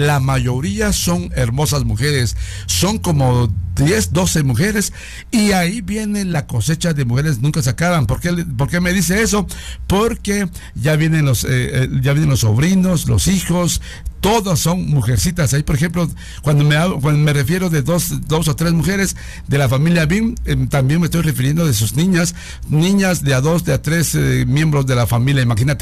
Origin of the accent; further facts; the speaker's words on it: Mexico; now in Cobán, Guatemala; cuando yo vengo de México aquí a Guatemala y a Cobán específicamente